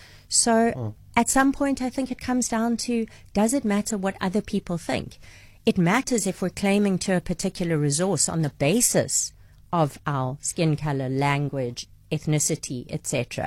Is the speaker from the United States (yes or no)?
no; South Africa; first language English; I'm a white South African. Three of my four grandparents were born in South Africa. My other one was born in Rhodesia. I'm chasing my family to see if I can go back to fourth generation South African.